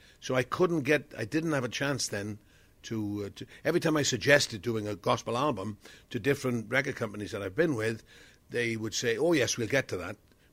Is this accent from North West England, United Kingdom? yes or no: no; Wales, United Kingdom; I grew up in South Wales, so I went to a Presbyterian chapel, and we sang hymns on a Sunday afternoon, Sunday school.